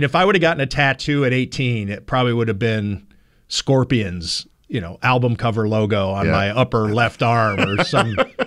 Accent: Cleveland, Ohio, United States; I'm from Cleveland.

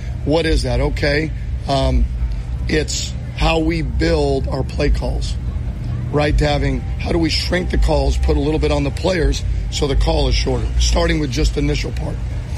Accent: Illinois, United States; I grew up outside of Chicago, and all my family, my wife's family's from there, my family being from there, that's pretty cool.

